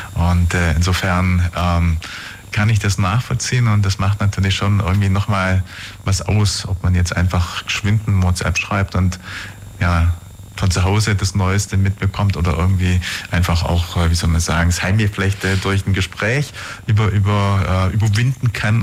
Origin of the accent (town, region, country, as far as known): Germany